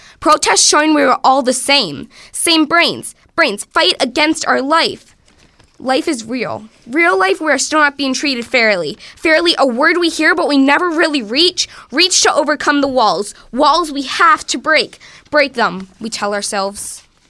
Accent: Greenfield, United States; I'm from Greenfield.

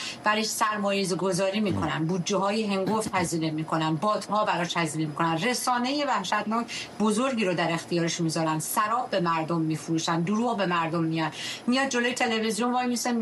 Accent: Iran; ما در یک کشوری بزرگ شدیم که از بچگی به ما گفتن احترام بذار

